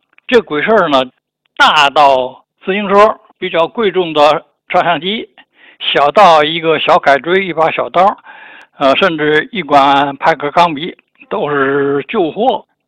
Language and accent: Chinese; Nankai, Tianjin, China; born there; 那个时候我15岁吧，在南开上初中